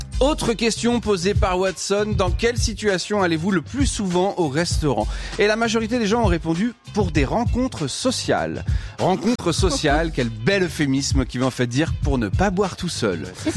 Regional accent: France; parce que je suis français d'origine

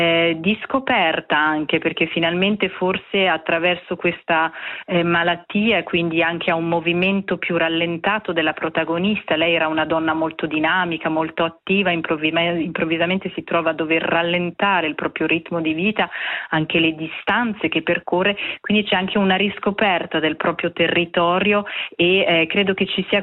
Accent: Brissago, Ticino, Switzerland; io sono cresciuta a Brissago, sul Lago Maggiore, quindi sulla sponda opposta rispetto al Gambarogno

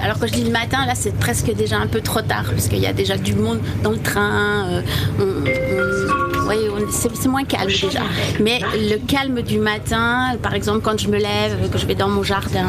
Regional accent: France; je suis française.

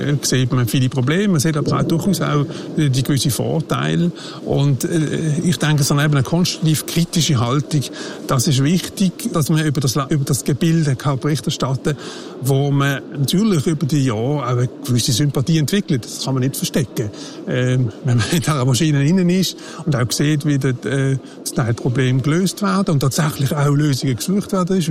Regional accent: Switzerland; moved away as an adult; now in Brussels, Belgium; da stellt man sich ab und zu die Frage als Schweizer

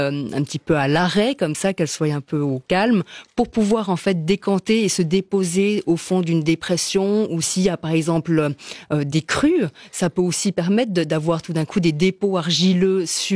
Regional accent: Valais, Switzerland; Je suis une Valaisanne pure souche

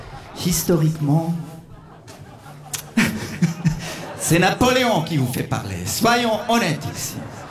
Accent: Bern, Switzerland; French is a second language; Mesdames et messieurs, on vient de Berne.

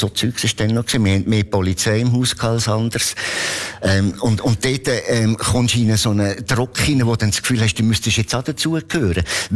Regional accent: Lucerne, Switzerland; ich als Luzerner

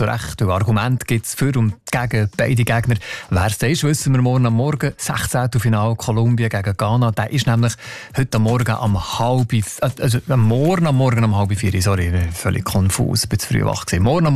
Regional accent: Switzerland; Aber wer sollen wir uns als Schweizer eigentlich wünschen?

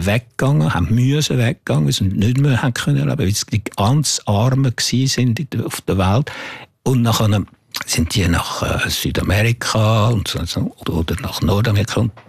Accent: Switzerland; Aber ich habe geschrieben als ein Schweizer oder irgendwie, wo das geht anschauen. Und nicht als ein Franzose, der jetzt da etwas erzählen will.

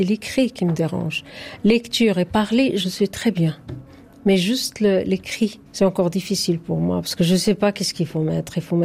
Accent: Morocco; French is a second language; now in Switzerland; je suis d'origine marocaine.

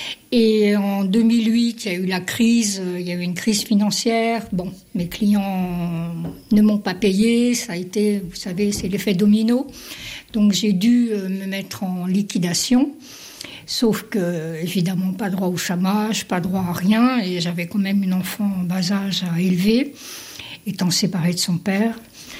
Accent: Switzerland; moved away as an adult; now in France; je suis Suisse

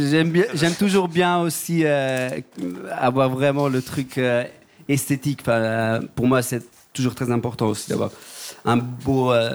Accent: Ticino, Switzerland; moved away

